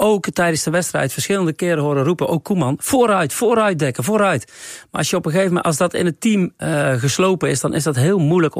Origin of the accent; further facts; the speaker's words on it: Netherlands; Maar nog steeds zijn wij Nederlanders. En nog steeds willen wij het liefst vooruit.